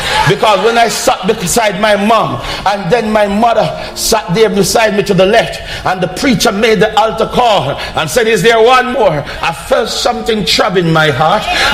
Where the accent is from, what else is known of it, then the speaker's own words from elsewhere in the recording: Jamaica; growing up in Jamaica, even though I was exposed to church, church was not exposed to me.